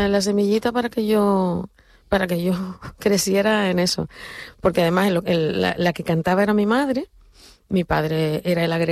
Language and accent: Spanish; Canary Islands, Spain; Es que para mí ser canaria lo significa todo. O sea, yo voy abanderando mi tierra y las 8 islas y los volcanes y demás por donde quiera que voy.